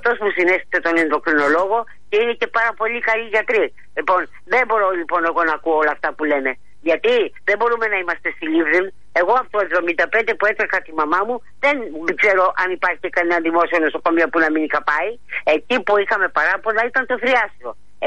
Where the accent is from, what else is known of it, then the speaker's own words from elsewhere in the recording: Chalkida, Central Greece, Greece; Γιατί είμαι από τη Χαλκίδα και δεν τη γυρίζω πίσω.